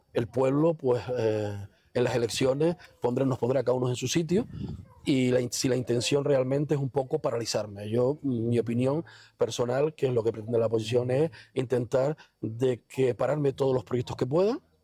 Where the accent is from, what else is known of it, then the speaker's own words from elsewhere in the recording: Betancuria, Canary Islands, Spain; yo soy de aquí de Betancuria, como tú bien dices, en esta plaza, en esta no, porque es nueva, pero en la antigua, desde pequeñito me he caído, me he roto las rodillas y para mí ser alcalde de mi pueblo